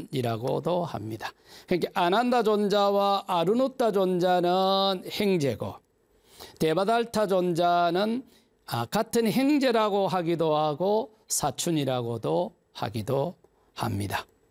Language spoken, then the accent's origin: Korean; Samcheonpo, South Gyeongsang, South Korea; 제 고향은 삼천포 실안입니다. 사천만을 빙 둘러서 사천, 삼천포, 고성, 창선, 남해, 하동 이렇게 빙 둘러가지고 있죠.